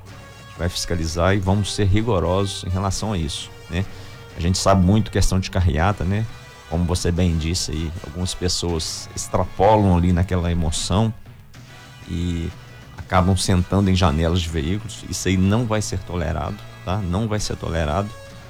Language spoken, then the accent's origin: Portuguese; Brazil; Nós que somos brasileiros